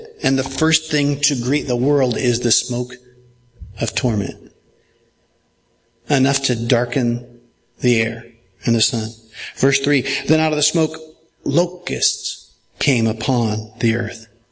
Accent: Kansas City, United States; I grew up in Kansas City

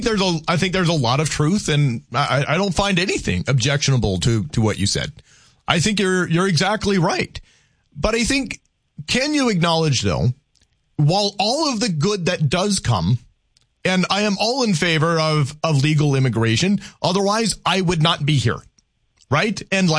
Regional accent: Louisiana, United States; I like that. I'm Cajun.

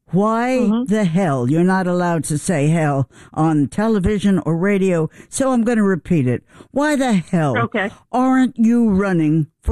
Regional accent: New York City, New York, United States; My parents met in New York City. I was born in New York City. They probably had sex in New York City. I went to school in New York City.

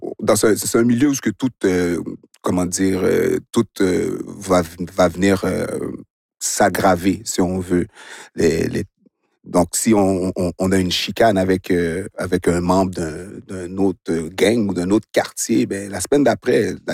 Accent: Montreal, Quebec, Canada; born or raised there

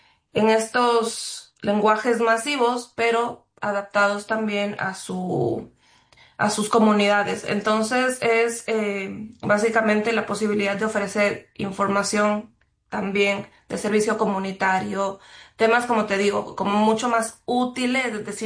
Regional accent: Ecuador; Recordemos que yo vengo de Ecuador. Ecuador es un lugar en donde mucha de la información, así como sucede en otras zonas de Latinoamérica, está centralizada en las grandes urbes.

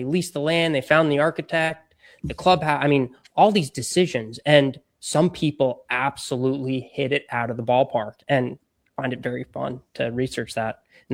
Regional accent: Florida, United States; But to me, I grew up golfing in Florida and in the South, and it felt a little more manufactured to me.

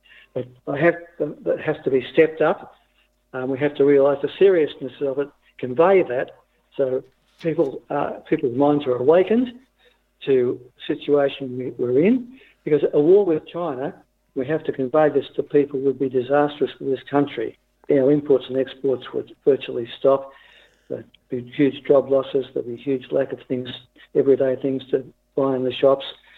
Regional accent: Australia; But, well, I'm an Australian. This is my country.

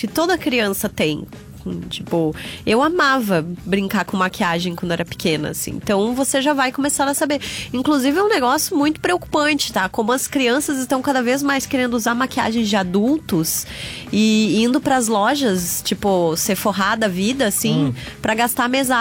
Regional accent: Brazil; Ah, eu falo MAC, sou brasileira.

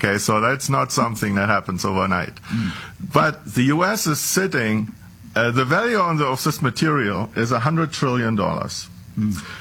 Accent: Berlin, Germany; English is a second language; moved away as an adult; now in Las Vegas, United States; I was born and raised in Berlin. I went to school there. I got my PhD at the Institute for Radiation and Nuclear Physics. And after that, I came to the U.S. in 1994 and to Nevada, actually to Las Vegas

